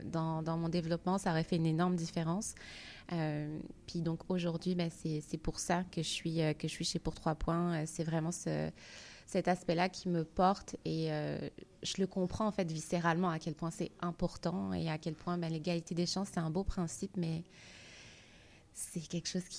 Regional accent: Paris, Île-de-France, France; now in Quebec, Canada; moi, je suis née en France, dans une banlieue à côté de Paris, et j'ai été à l'école primaire dans ce qu'on appelle une zone d'éducation prioritaire.

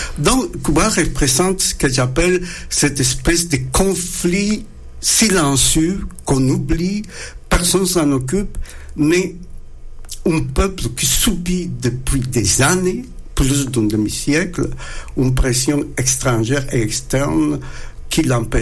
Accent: Nicaragua; moved away; celui du Nicaragua, mon pays d'origine.

